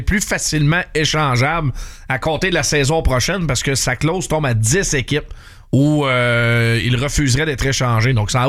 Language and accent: French; Victoriaville, Quebec, Canada; j'ai grandi à Victoriaville